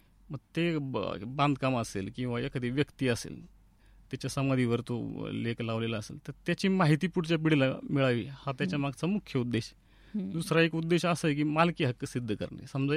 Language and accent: Marathi; Kamargaon, Maharashtra, India; also born or lived in Ahmednagar; माझं बालपण माझं जन्मगाव कामरगावमध्येच गेलेलं आहे। तिथंच मी म्हणजे शिक्षण वगैरे तिथंच झाले, आणि पुढं महाविद्यालयीन शिक्षण जे आहे ते नगर इथे झालेलं आहे